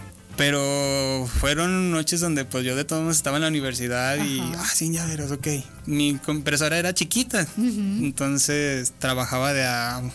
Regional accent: Zacatecas, Mexico; Yo soy de Zacatecas.

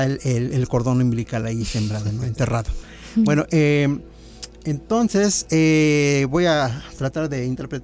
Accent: Veracruz, Mexico; now in Xalapa, Mexico; Nosotros somos de la Huasteca, de la zona norte del estado, pero llevamos años aquí en Jalapa. Jalapa nos adoptó y seguimos acá y seguiremos acá, ¿no?

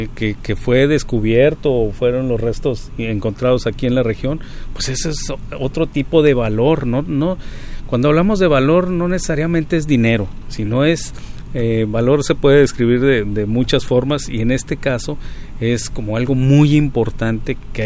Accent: Coahuila, Mexico; Aquí cuna de la revolución, aquí la gente es aguerrida, somos aguerridos los coahuilenses porque traemos en el ADN

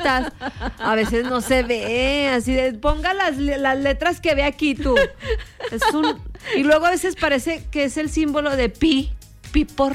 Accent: Mexico; Como mexicana, yo también digo, pues es que no.

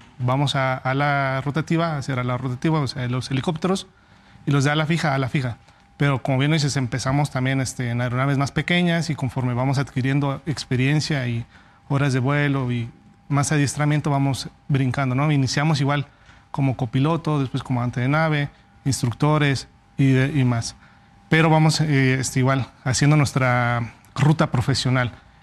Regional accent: Cortázar, Guanajuato, Mexico; Yo soy de Cortázar, Guanajuato.

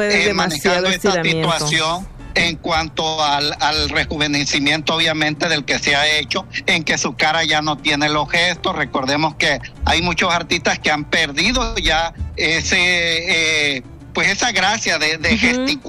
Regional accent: Hueyapan de Ocampo, Veracruz, Mexico; born there; moved away; vengo de un pueblo de Hueyapan de Ocampo, que está un poco al sur de Veracruz, muy pequeño, Martita, donde pues era muy difícil acceder.

